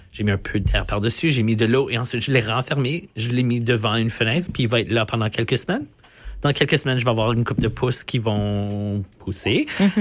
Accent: Sainte-Anne, Manitoba, Canada; quand j'ai grandi à Sainte-Anne, proche du village de Sainte-Anne

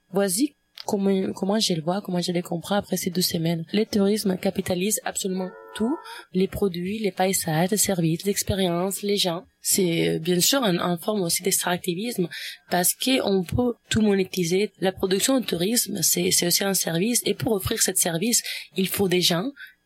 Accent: Spain; now in Canada; Moi, je viens de l'Espagne, qui c'est quand même une monarchie parlementaire.

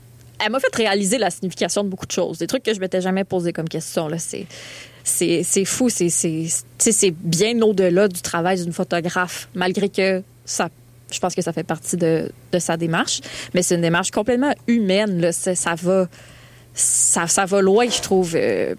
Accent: Montreal, Quebec, Canada; Je viens de Montréal. Mon père vient de Lévis. Moi, j'ai grandi à Montréal.

